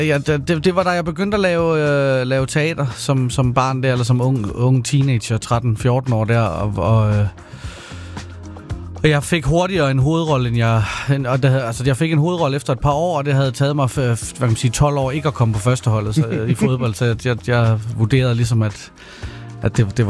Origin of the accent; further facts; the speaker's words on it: Odense, Region of Southern Denmark, Denmark; Men Odense, altså, det er jo meget, meget mig